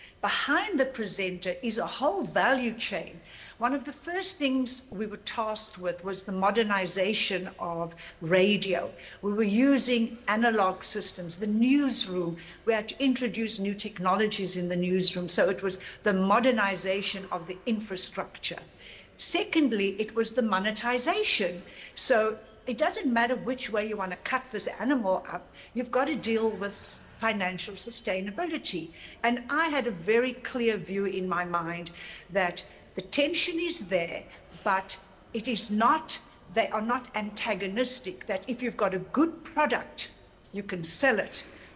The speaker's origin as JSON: {"language": "English", "region": "Eastern Cape", "country": "South Africa", "said": "I'm not from Gauteng. I'm from the Eastern Cape."}